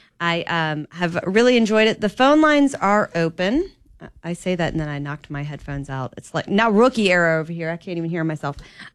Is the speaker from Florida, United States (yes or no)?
yes; Florida, United States; at that time I had a condo in Palm Beach County and Florida. I was living in Florida. I'm from Florida.